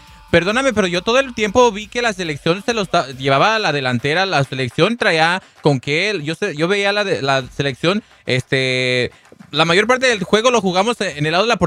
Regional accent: Mexico; pero eso no quita el hecho de que sigamos siendo orgullosamente mexicanos y orgullosos de la selección.

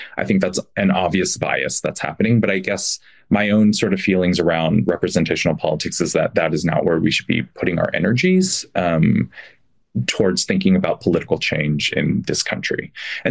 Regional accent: Florida, United States; I grew up in Florida. I had Korean parents, but I also went to a Baptist school, a white Baptist school in the South.

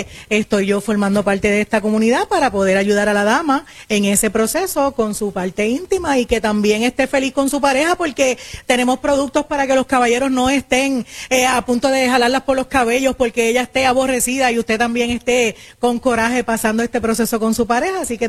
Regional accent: Vega Baja, Puerto Rico; soy de Vega Baja también

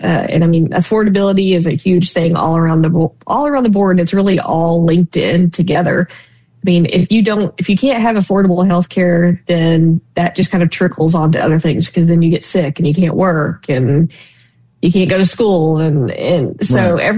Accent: Texas, United States; Yeah, I was raised Republican. I mean, I was raised in Texas.

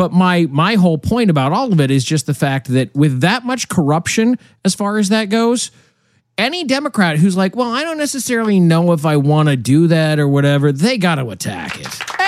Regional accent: Nebraska, United States; I'm from Nebraska.

